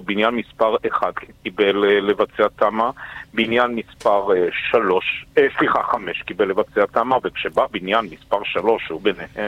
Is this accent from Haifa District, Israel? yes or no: yes; Haifa, Haifa District, Israel; מקורותיי בחיפה, אני חיפאי בשבר